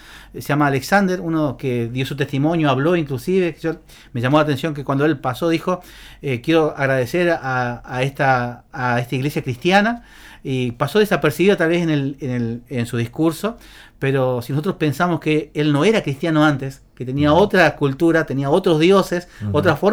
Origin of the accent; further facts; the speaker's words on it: Salta, Argentina; Yo soy de Salta